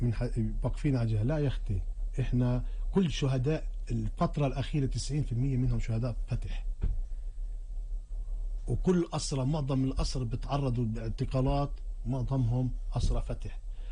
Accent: Palestine; احنا كشعب فلسطيني موحد

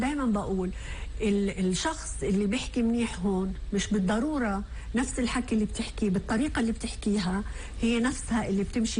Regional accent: Palestine; لو إحنا شعب فلسطيني

